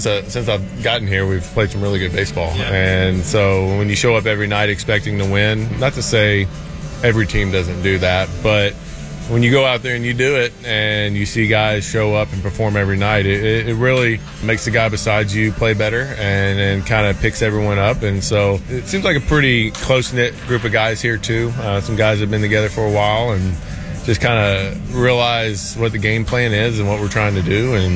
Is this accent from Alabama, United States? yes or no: yes; Huntsville, Alabama, United States; the opportunities that were given to me from growing up in Huntsville.